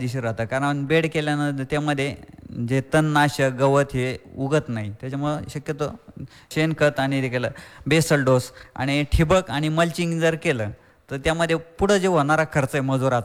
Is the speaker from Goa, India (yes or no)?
no; Pargaon, Maharashtra, India; पारगाव हे गाव तिन्ही बाजूनी पाणी आणि मध्ये गाव असं वसलेलं गाव आहे. गावातील पूर्ण ऐतिहासिक गाव म्हणजे प्रत्येक बाजूला काटकोनात घर आणि रस्ते